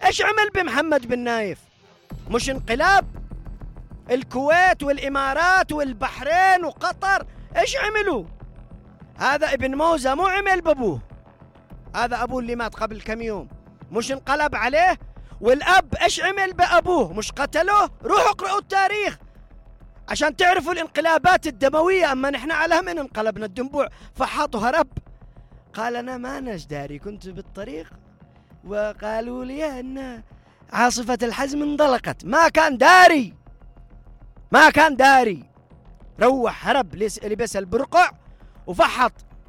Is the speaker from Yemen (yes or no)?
yes; Yemen